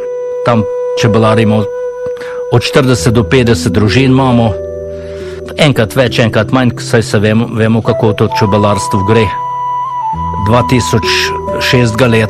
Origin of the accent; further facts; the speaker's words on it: Gruča, Southeast Slovenia, Slovenia; Naj se predstavim … iz Gruče, čebelar že kar lep čas.